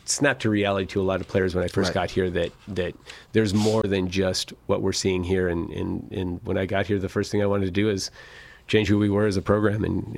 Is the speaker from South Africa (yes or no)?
no; Vancouver, British Columbia, Canada; moved away; also born or lived in Portland; I grew up a white cap. I played white caps in my youth in the youth academy in Vancouver. Then moved to Portland